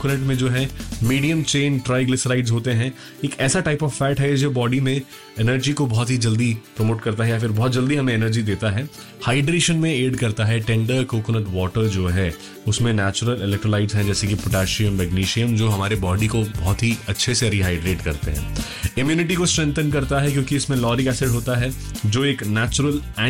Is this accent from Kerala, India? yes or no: yes; Kerala, India; now in Qatar; मैं केरला से हूं